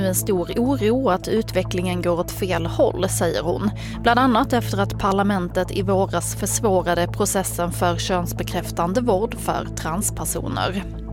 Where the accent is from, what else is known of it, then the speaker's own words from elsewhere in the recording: Skåne, Sweden; accent: Scanian; mitt skånska talfel